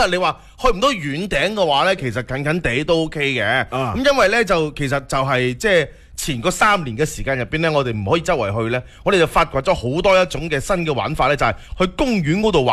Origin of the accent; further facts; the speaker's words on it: Guangdong, China; 我哋廣東人